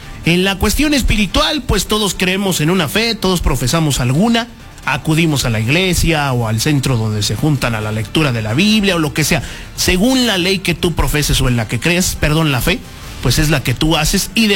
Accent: Mexico; Los mexicanos, como todo mexicano

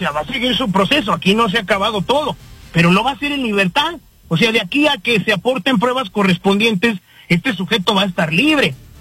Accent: Mexico

